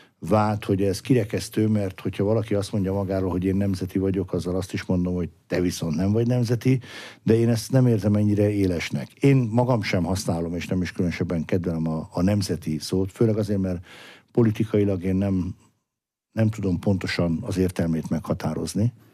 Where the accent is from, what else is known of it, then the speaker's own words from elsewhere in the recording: Veszprém, Veszprém County, Hungary; én, amikor visszajöttem, akkor a szülővárosom Veszprém készült arra, hogy Európa kulturális fővárosa legyen